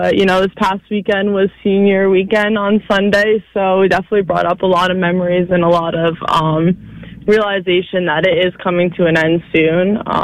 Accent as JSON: {"language": "English", "region": "New York", "country": "United States", "tie": "born or raised there", "said": "And, I mean, growing up on Long Island"}